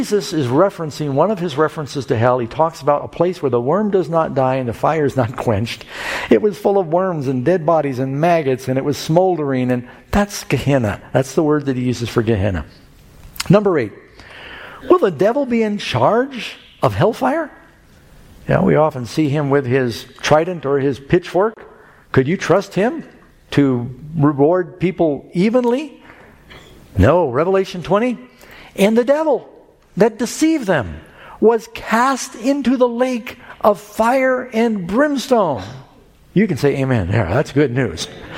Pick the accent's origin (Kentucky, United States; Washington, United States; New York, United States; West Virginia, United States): New York, United States; New York City; When I grew up in New York City, we'd walk out of our apartment. We had an incinerator.